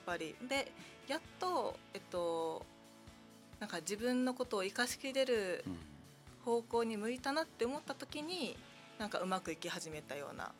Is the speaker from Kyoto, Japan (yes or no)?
no; Okinawa, Japan; 生まれも育ちも